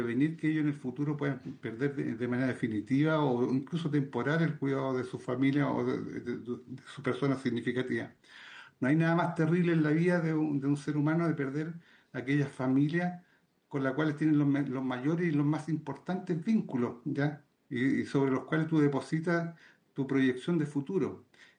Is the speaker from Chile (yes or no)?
yes; Chile